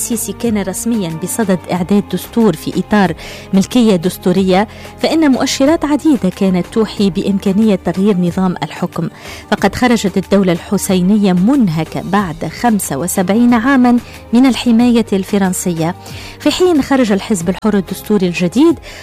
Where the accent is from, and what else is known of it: Tunisia